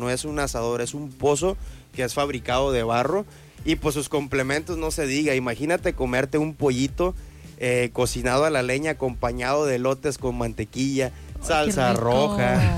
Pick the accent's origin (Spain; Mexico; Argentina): Mexico; Puerto Vallarta, Jalisco; Mi familia, pues somos fundadores de Vallarta